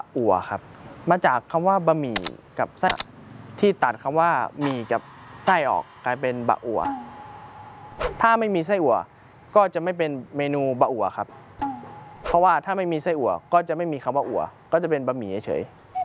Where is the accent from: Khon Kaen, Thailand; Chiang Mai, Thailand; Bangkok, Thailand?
Chiang Mai, Thailand; โดยกำเนิดผมเป็นคนภาคเหนืออยู่แล้วนะครับคนเชียงใหม่อยู่แล้วพ่อแม่ก็ให้กินอาหารเหนือตลอดโดยตั้งแต่เด็กก็กินอาหารเหนือ